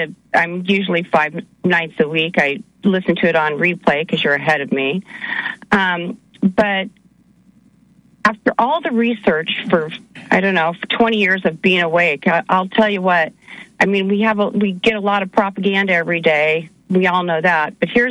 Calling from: San Diego County, California, United States; from California, and more specifically, San Diego County.

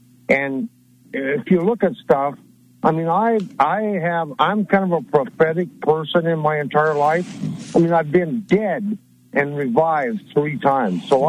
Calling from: Montana, United States; Hello, this is … in Montana.

